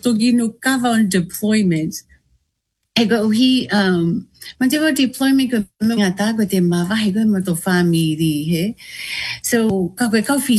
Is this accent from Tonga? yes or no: yes; Tonga; I always love to share with my soldiers like oh I'm from Tonga